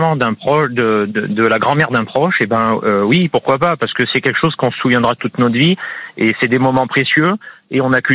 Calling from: Vallière, Nouvelle-Aquitaine, France; je suis dans la Creuse, moi, à Vallières.

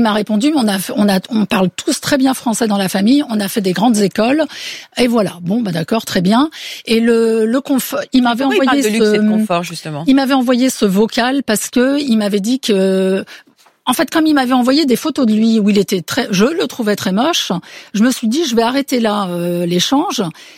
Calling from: Paris, Île-de-France, France; Je suis à Paris, donc pas à Rennes.

